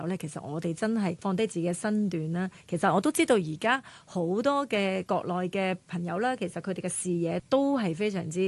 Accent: Hong Kong; 我哋覺得自己身為香港人啦

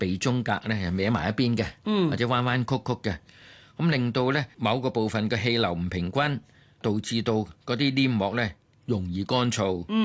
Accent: Guangdong, China; 我廣東人叫流鼻血啦。

